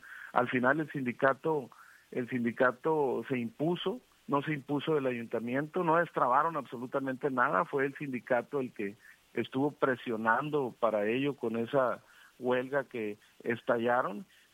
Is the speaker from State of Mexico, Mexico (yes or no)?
no; Guasave, Sinaloa, Mexico; yo soy de Guasave, yo me interesa mucho lo que sucede en mi municipio